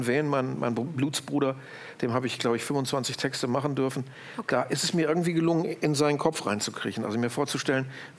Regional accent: Lower Saxony / North Rhine-Westphalia border, Germany; Ich komme ja aus dem Grenzgebiet von NDR und WDR.

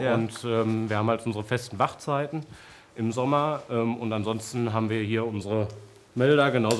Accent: Wetter, North Rhine-Westphalia, Germany; born there; ich bin im Prinzip mit hier aufgewachsen.

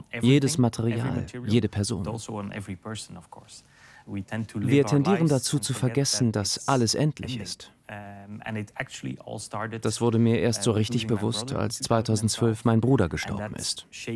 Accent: Bruges, Flanders, Belgium; Ich bin in Brügge zur Schule gegangen. Jetzt wohne ich etwas außerhalb. Aber das wird immer meine Stadt bleiben.

